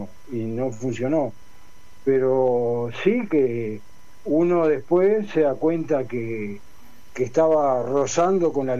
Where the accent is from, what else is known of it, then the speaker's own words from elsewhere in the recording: Uruguay; now in Spain; Como uruguayo, como mi formación, los viejos, aquellos que me recibieron, para mí son dioses, ¿no?